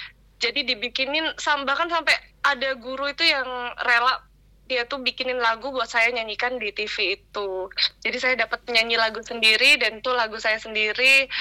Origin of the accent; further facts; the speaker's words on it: Jember, East Java, Indonesia; Dari kampung halaman saya sendiri